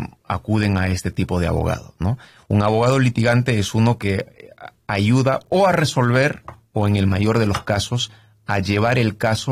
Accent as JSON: {"language": "Spanish", "town": "Saskatoon", "region": "Saskatchewan", "country": "Canada", "tie": "born or raised there", "second_language": "Spanish", "said": "Yo soy de Saskatoon, Saskatchewan."}